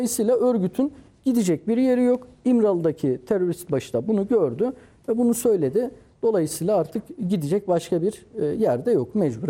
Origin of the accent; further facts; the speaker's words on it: Istanbul, Turkey; born there; Ben İstanbul Küçükçekmece'de doğdum. Biz göçmen bir aile, benim babam, işte evladı Fatihan. Çok sayıda Kürt yurttaşın, vatandaşın yaşadığı bir coğrafya.